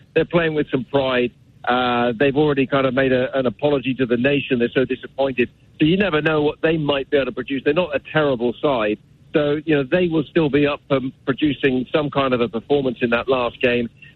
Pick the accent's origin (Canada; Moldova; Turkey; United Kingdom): United Kingdom; England; now in United States; And I say that as an Englishman, who now lives and works in America.